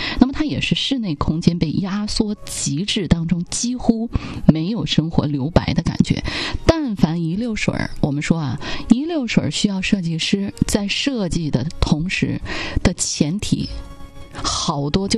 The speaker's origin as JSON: {"language": "Chinese", "region": "Northeast China", "country": "China", "accent": "Northeastern Mandarin", "said": "我们东北话说，你给我赏出去一部分"}